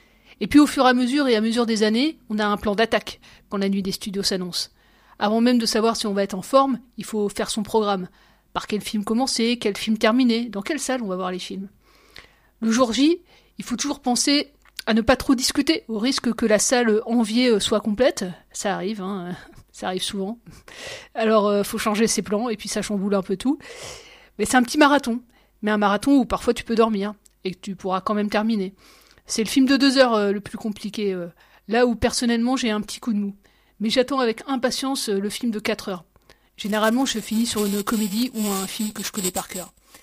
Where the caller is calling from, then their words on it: Tours, Centre-Val de Loire, France; maintenant que j'habite à Tours